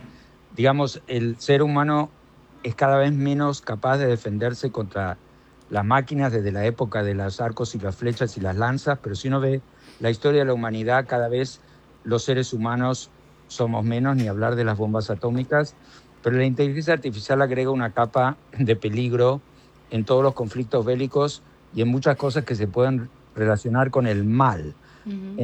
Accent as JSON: {"language": "Spanish", "region": "Buenos Aires", "country": "Argentina", "tie": "born there"}